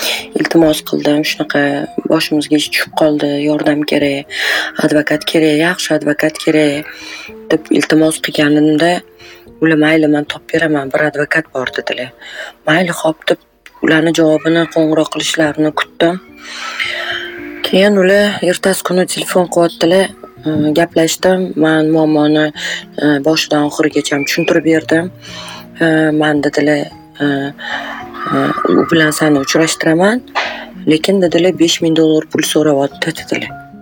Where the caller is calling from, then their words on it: Qibray, Tashkent Region, Uzbekistan; Qibraydanman.